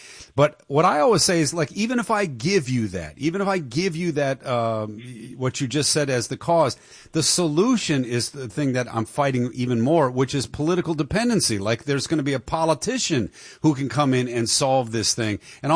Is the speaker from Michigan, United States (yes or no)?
yes; Detroit, Michigan, United States; Yeah, I mean, my hometown's Detroit.